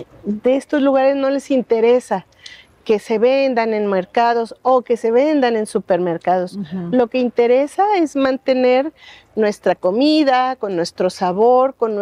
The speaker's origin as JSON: {"language": "Spanish", "region": "Veracruz", "country": "Mexico", "said": "Lo aprendí porque mi cultura, mi familia, venimos de la Huasteca Veracruzana, sí, y ahí nos decían"}